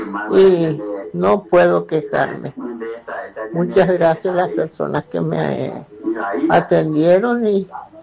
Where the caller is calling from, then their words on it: Paraguay; como ciudadana paraguaya